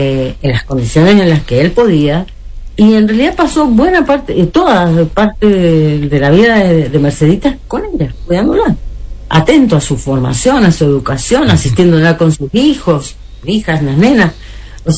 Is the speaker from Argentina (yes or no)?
yes; Argentina